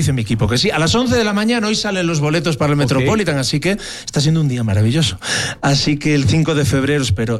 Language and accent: Spanish; Spain; En mi país, en España, insisto, de México no hablo porque vengo como turista, pero de España puedo hablar mucho.